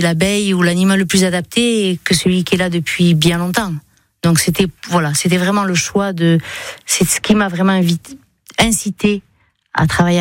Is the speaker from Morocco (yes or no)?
no; Ascain, Nouvelle-Aquitaine, France; je suis d'Askin, j'ai été élevée à Askin, je suis d'ici.